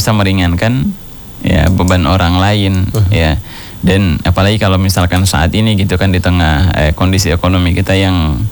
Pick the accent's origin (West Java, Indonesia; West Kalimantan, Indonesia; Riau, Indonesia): West Kalimantan, Indonesia; Sintang; apalagi kita di Sintang